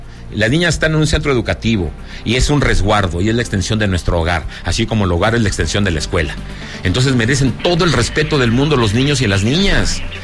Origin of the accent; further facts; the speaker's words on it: Zacatecas, Mexico; aquí, en mi tierra Zacatecas